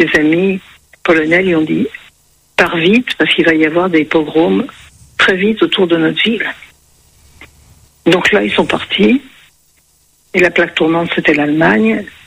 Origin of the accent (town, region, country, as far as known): Paris, Île-de-France, France; born there